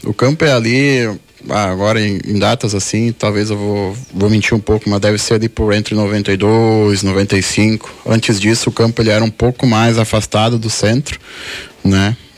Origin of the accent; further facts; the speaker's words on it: Poço das Antas, Rio Grande do Sul, Brazil; eu sou natural de Poço das Antas, né? Me criei em Poço. Cresci no clube